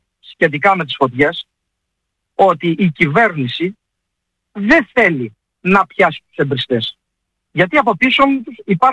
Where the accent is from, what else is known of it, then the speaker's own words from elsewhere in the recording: Western Greece, Greece; Πρώτον, επειδή είμαι από την Ηλία